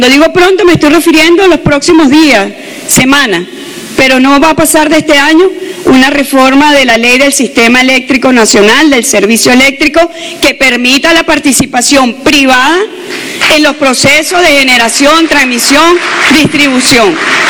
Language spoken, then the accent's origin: Spanish; Venezuela; de lo que somos capaces como venezolanos y ustedes como empresarios